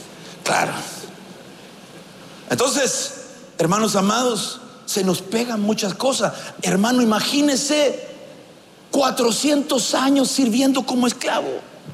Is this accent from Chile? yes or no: yes; Chile